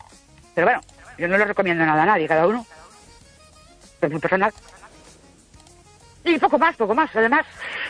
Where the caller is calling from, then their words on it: Ourense, Galicia, Spain; Buenas noches. … de Ourense.